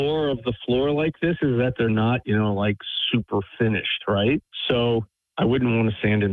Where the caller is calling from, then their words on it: Hardwick, Massachusetts, United States; Hi, this is … I'm calling from Hardwick, Massachusetts.